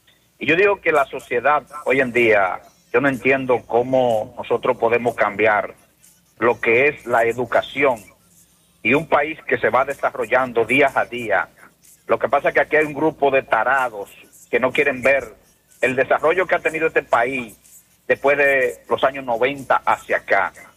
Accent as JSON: {"language": "Spanish", "town": "Moca", "region": "Espaillat", "country": "Dominican Republic", "said": "Buenos días, mi pueblo mocano"}